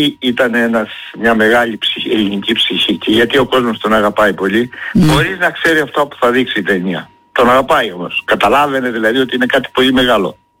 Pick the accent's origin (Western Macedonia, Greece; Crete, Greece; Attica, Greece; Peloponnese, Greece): Crete, Greece; Εγώ γι' αυτό όπου και βρεθώ, όχι μόνο στην Κρήτη δηλαδή, λέω είμαι Έλληνας. Πρώτα απ' όλα είμαι κριτικός.